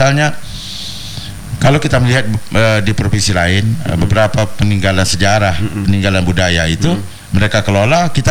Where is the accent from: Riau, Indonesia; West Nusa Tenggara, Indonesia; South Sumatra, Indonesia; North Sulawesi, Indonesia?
Riau, Indonesia; Bengkalis; Budaya kita Melayu yang ada di Bengkalis